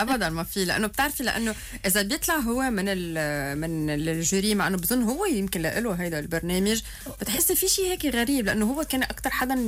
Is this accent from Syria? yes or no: no; Lebanon